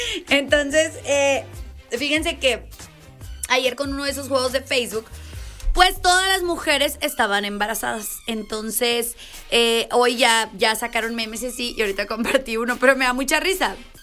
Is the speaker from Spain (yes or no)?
no; Mexico; Como buenísimos mexicanos que somos.